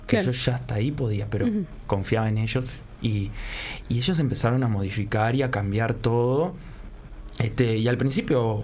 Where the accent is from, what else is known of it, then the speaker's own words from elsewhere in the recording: San José, Uruguay; vengo de San José, vengo de esta zona geográfica